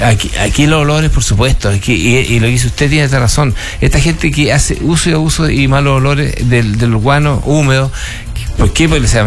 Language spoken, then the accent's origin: Spanish; Curicó, Maule, Chile; Yo no soy. No nací afuera. Yo soy curicano, nací y criado en Curicó.